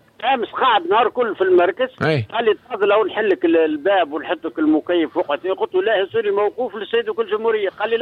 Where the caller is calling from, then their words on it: Beni Hassen, Monastir Governorate, Tunisia; بني حسن، معتمدين بني حسن